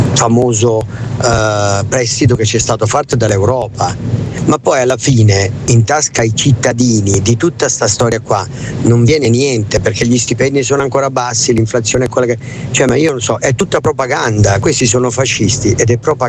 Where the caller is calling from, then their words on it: Legnano, Lombardy, Italy; da Legnano.